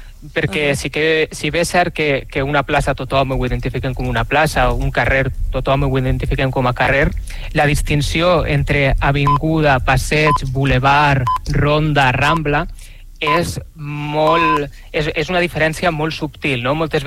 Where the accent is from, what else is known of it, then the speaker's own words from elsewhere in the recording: Valencian Community, Spain; now in Lleida, Spain; Sí, ja m'ho enganxa que sóc valencià, la veritat que dic dos paraules i se'm nota de seguida, no?